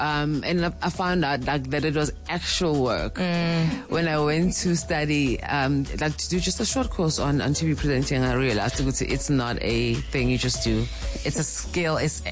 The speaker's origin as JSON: {"language": "English", "region": "KwaZulu-Natal", "country": "South Africa", "lives_now": "Johannesburg, South Africa", "said": "I left it, and then I came back to Joburg because I'm from Natal. Came back to Joburg to study at UJ"}